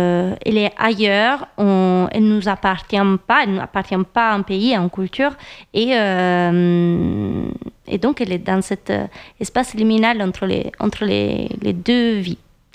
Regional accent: Italy; French is a second language; now in France; moi je suis italienne et ça fait des années que je suis en France, et je sais que quand je reviens en Italie, je suis la française, je ne suis plus italienne.

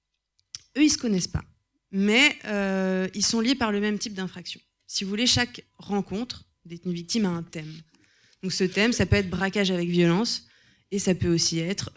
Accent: France; moved away as an adult; now in Belgium; Donc, je suis revenue en France, où j'ai grandi, puisque donc là je travaille en Belgique, mais je suis française à la base.

